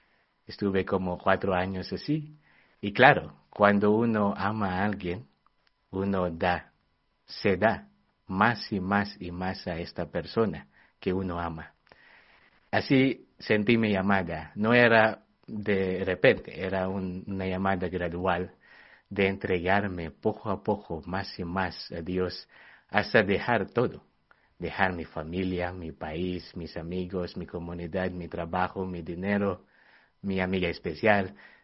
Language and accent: Spanish; Manila, Metro Manila, Philippines; Spanish is a second language; moved away as an adult; now in Madrid, Spain; Yo soy de Manila, de la capital. Llevo más de un año aquí en España.